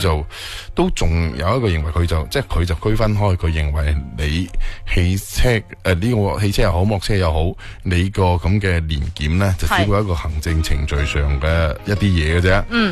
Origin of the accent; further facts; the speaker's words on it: China; 我觉得我哋中国人啊，其实系有一个喜剧圆满收场嘅情节嘅